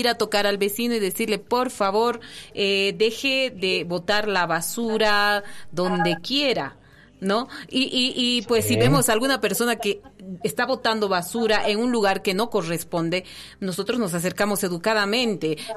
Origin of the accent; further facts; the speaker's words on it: San Luis Potosí, Mexico; como buenos potosinos que somos